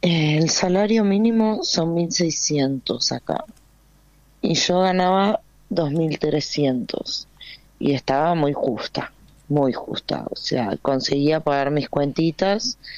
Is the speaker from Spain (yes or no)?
no; Argentina; now in Brazil; Yo a todos mis conocidos les dije, yo soy de Argentina, miren, Argentina es el mejor ejemplo de lo que no tiene que pasar.